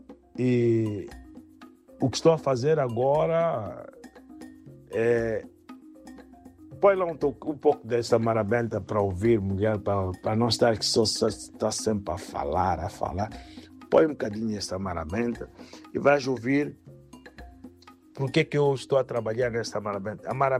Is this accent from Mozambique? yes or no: yes; Mozambique; Bem, como moçambicano também, para dizer que o sangue do moçambicano, dá cor sempre nas minhas veias.